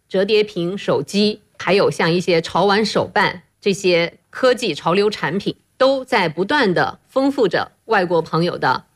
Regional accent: China; 我们中国人

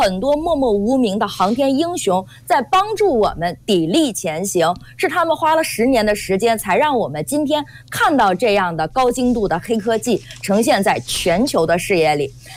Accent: China; 特别值得我们中国人骄傲

